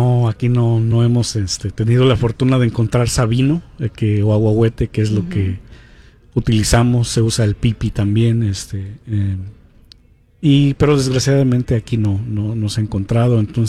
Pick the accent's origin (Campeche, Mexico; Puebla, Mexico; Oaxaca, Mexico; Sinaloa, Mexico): Oaxaca, Mexico; San Sebastián Tecomaxtlahuaca; originalmente la esencia de esta danza inicia en mi pueblo, San Sebastián Tecomaxtlahuaca.